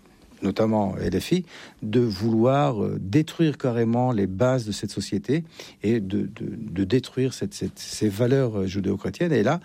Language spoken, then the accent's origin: French; Israel; Je suis l'ambassadeur d'Israël, donc je représente l'Israël en France. Je parle avec tous les acteurs politiques qui acceptent l'existence de mon pays.